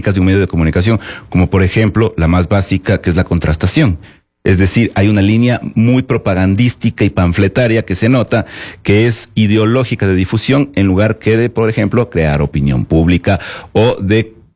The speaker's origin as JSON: {"language": "Spanish", "country": "Ecuador"}